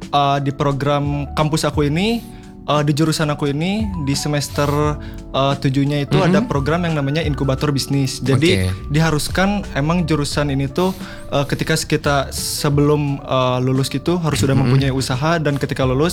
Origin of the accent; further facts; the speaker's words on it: Bandung, West Java, Indonesia; Aku orang Bandung asli sih kak.